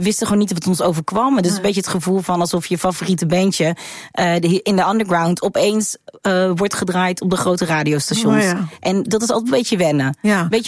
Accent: Rotterdam, South Holland, Netherlands; Je moest als Rotterdammer vroeger uitleggen waarom je vrijwillig in Rotterdam woont en het ook nog leuk vindt.

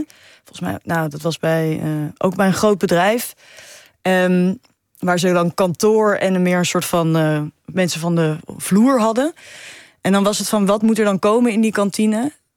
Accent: Netherlands

